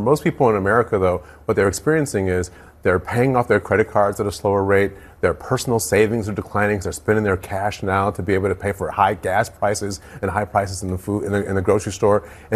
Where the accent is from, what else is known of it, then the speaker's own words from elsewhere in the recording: Detroit, Michigan, United States; because I grew up in Detroit.